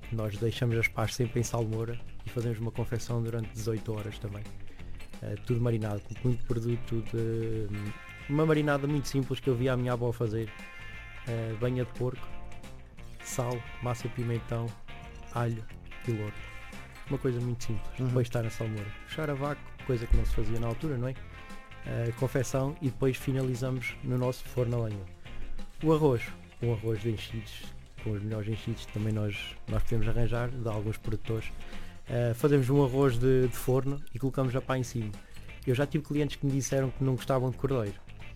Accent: Centro, Portugal; Eu sou da região da Bairrada

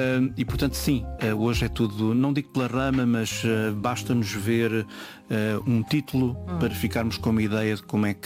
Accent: Pinhal Novo, Setúbal, Portugal; da minha terra, do Pinhal Novo

